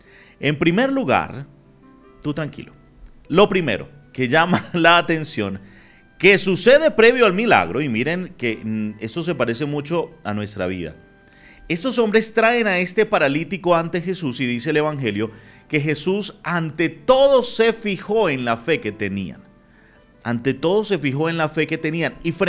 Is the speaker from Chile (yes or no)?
no; Venezuela; mi reflexión personal como venezolano, mi reflexión hacia mis hermanos venezolanos